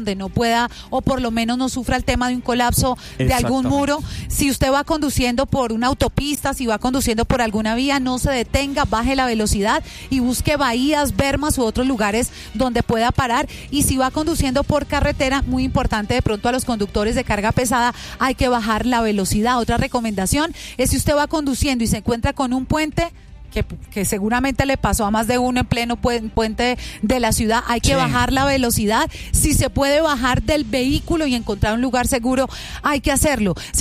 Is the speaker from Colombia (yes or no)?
yes; Neiva, Huila, Colombia; también soy de Neiva y se sintió muchísimo fuerte.